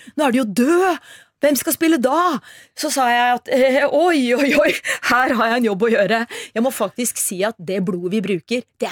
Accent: Oslo, Norway; jeg vokste opp midt I Oslo Indreby

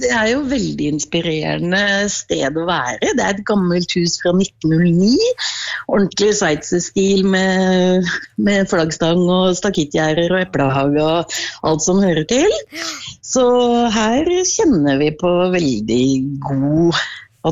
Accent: Oslo, Norway; moved away as an adult; also born or lived in Hallingdal; now in Sandefjord, Norway; vi er fra Oslo

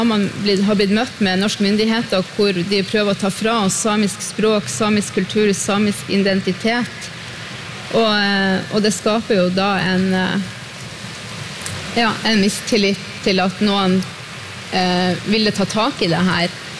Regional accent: Sápmi, Norway; Det tok lang tid før jeg selv torde å fortelle ute i det store samfunnet at jeg er samisk.

